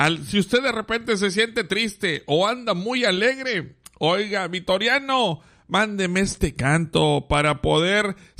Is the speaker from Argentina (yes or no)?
no; Mexico